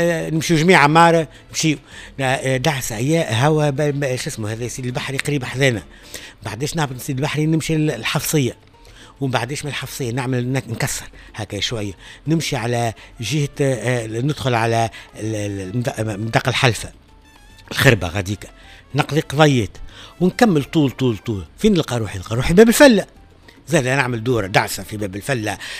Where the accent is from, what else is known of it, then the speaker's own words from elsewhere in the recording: La Goulette, Tunis Governorate, Tunisia; moved away; نروح لبلادي الحلق الواد خير الدين،